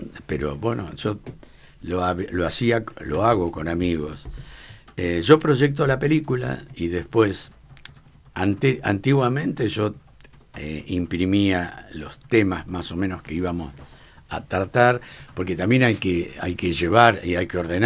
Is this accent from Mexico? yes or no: no; Bahía Blanca, Buenos Aires Province, Argentina; cuando era chico, acá en Bahía Blanca.